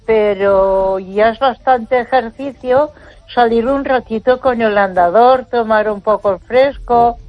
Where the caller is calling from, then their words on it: Ponferrada, Castile and León, Spain; Buenas noches, Esther … de Ponferrada.